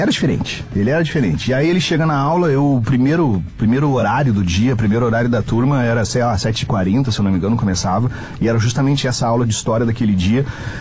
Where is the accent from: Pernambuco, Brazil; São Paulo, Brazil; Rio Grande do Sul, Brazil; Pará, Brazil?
Rio Grande do Sul, Brazil; Carazinho; lá na minha cidade, em Carazinho.